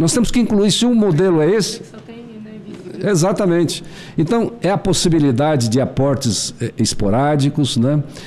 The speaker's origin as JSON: {"language": "Portuguese", "country": "Brazil"}